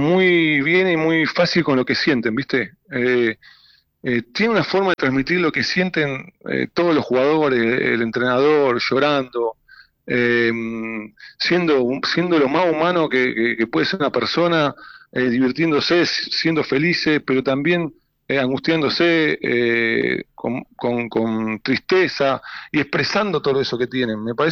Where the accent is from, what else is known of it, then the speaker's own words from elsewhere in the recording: Argentina; nosotros somos esos los argentinos